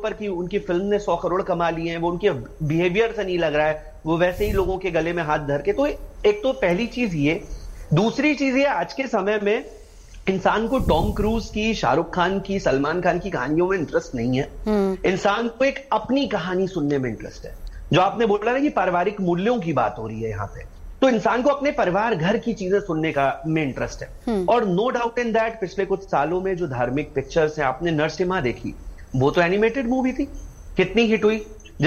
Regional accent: Lucknow, Uttar Pradesh, India; मैं लखनऊ से हूं

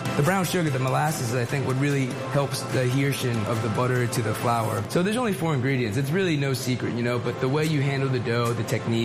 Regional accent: Woodland, New Jersey, United States; When I was younger, I'm from Woodland in South Jersey. It's kind of a rough neighborhood, and my mom wouldn't really let me go out at night.

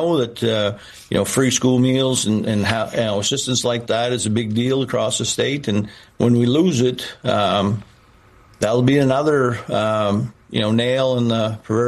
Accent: Maine, United States; So we've got a big difference here, even though we're both from Aroostook County.

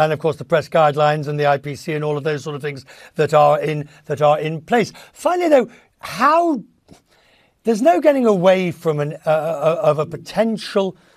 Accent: United Kingdom; even if it costs me as a British taxpayer as well, dear

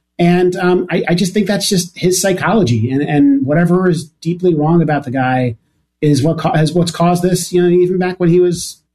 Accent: New Jersey, United States; I grew up in New Jersey, right? I'm 40 years old.

